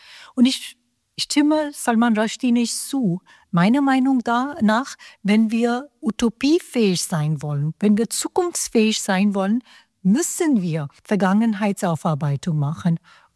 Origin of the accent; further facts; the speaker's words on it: India; first language Hindi; German is a second language; Meine erste Sprache ist Hindi.